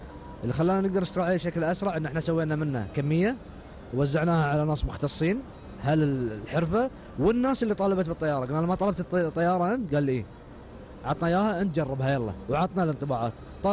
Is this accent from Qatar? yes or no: yes; Qatar; من بلادي قطر،